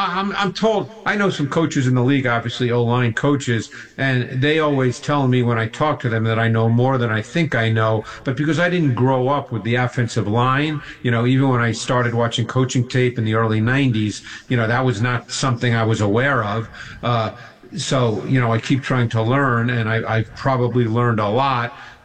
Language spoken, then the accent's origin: English; New York, United States; So when I grew up in Queens, which was in, you know, like the 60s, there was a bowling alley that was within walking distance of where I grew up.